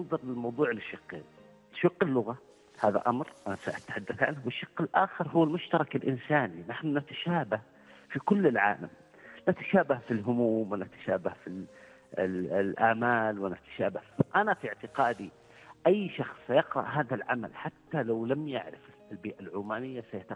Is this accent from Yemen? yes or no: no; Saudi Arabia; أنا من المملكة العربية السعودية وعمان شقيقة وجزء منها